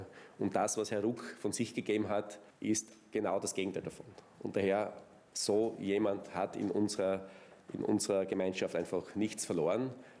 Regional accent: Styria, Austria; ich komme selbst aus dem Bereich südliche Steiermark.

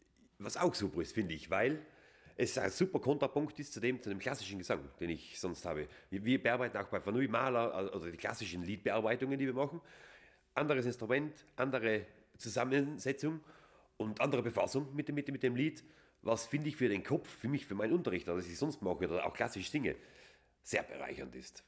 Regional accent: Innervillgraten, Tyrol, Austria; moved away; wir alle aufgewachsen sind in Innerfilgarten, mehr oder weniger, also der Großteil von uns.

